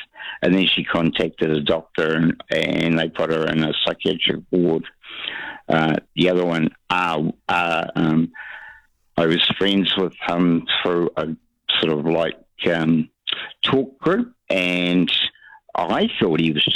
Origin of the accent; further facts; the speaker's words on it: Waimana, Bay of Plenty, New Zealand; also born or lived in Whangarei; we grew up in Waimana near Whakatane, and you know, my parents decided one reason Dad wanted to change jobs